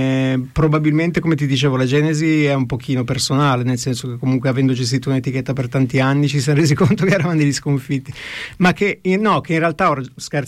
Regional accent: Genoa, Liguria, Italy; Ma io Genova, essendo genovese, un genovese sarà sempre, sarà sempre, come si dice, intorno a Genova anche quando non lo è

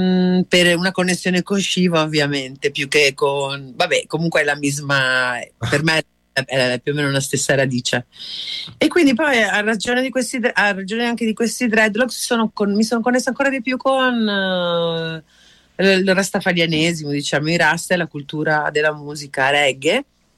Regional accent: Venice, Veneto, Italy; moved away as an adult; now in Jamaica; Io sono originaria di Venezia

